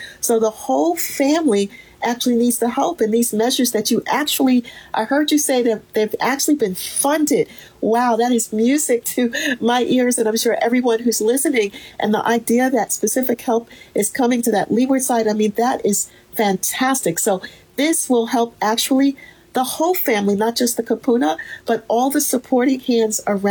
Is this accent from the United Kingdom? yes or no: no; East Coast, United States; now in Hawaii, United States; My children were born and raised here, but I'm actually from the East Coast.